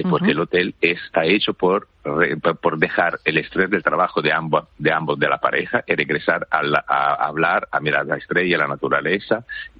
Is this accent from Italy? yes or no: yes; Italy; Spanish is a second language